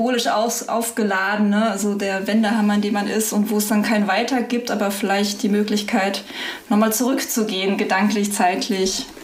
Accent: Southern Germany, Germany; now in Osnabrück, Germany; Ich komme ja eigentlich aus Süddeutschland, bin ja erst seit 2007 in Osnabrück.

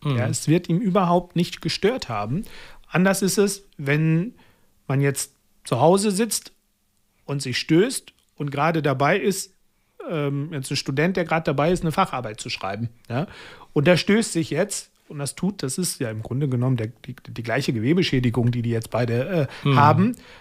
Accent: Pakistan; German is a second language; now in Germany; Mal jetzt zum Beispiel aus meinem Heimatland in Pakistan zum Beispiel

